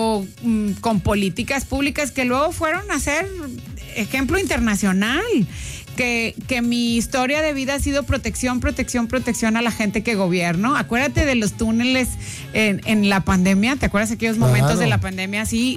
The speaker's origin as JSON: {"language": "Spanish", "town": "Monterrey", "region": "Nuevo León", "country": "Mexico", "said": "porque además así somos los regios."}